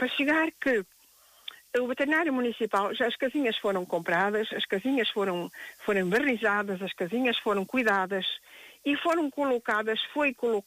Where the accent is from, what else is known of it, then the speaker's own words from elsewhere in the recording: Portugal; moved away; anos em Portugal, e depois dos 33 voltei para Portugal. Tive 20 anos ausente, mas estou aqui. Amo a minha terra como muito poucos podem amar.